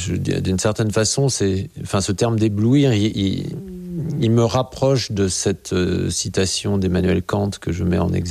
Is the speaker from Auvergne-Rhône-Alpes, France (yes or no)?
yes; Grenoble, Auvergne-Rhône-Alpes, France; born there; puisque je suis né à Grenoble, donc il y avait le Sapet, les plateaux autour de Grenoble